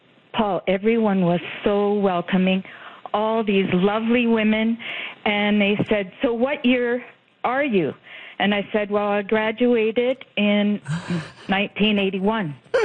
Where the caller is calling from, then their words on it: Calgary, Alberta, Canada; I'm calling from Calgary.